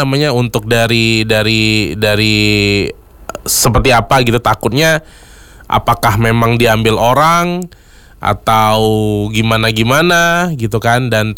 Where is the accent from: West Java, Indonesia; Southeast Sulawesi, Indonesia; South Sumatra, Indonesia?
South Sumatra, Indonesia; Palembang; kita nih warga Palembang ya